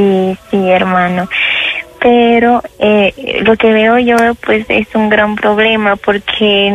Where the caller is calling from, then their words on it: Guatemala; más que todo por mi pueblo de Guatemala